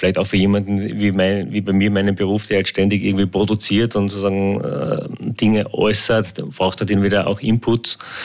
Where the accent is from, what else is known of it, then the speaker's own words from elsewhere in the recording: Salzburg, Austria; born there; ich bin wahnsinnig glücklich, hier in Salzburg geboren zu sein und hier so einen Lebensmittelpunkt zu haben.